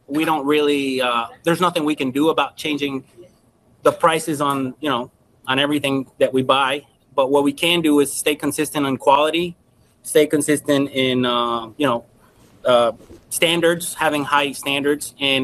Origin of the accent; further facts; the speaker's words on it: New York, United States; now in Huntsville, United States; We're originally from New York.